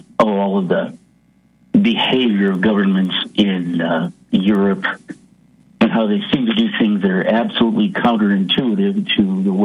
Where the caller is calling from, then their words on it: Bismarck, North Dakota, United States; from Bismarck.